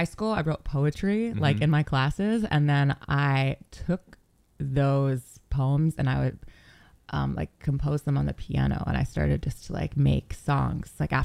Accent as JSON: {"language": "English", "town": "St. Paul", "region": "Minnesota", "country": "United States", "tie": "born or raised there", "said": "I grew up in St. Paul, Minnesota."}